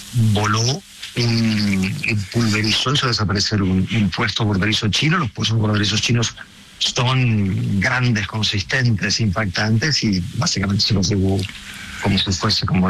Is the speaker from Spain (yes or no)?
no; Buenos Aires, Argentina; moved away; Bueno, mi madre es española y yo me fui de Buenos Aires hace casi 30 años, sí.